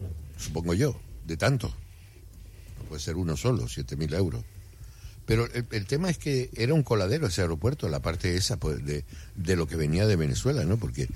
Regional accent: Canary Islands, Spain

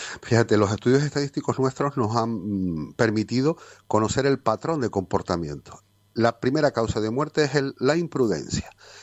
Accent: Canary Islands, Spain

